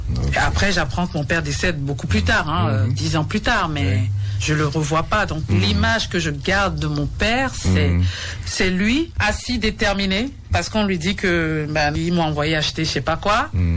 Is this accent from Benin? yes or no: yes; Benin; Évidemment, en tant que béninoise et femme, mais il y a des choses différentes.